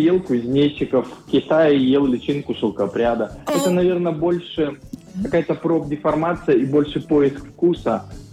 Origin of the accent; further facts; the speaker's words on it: Saint Petersburg, Russia; now in Murmansk, Russia; Я северянин, но с другого севера. Я с Санкт-Петербурга к вам приехал. Я год нахожусь в Мурманске.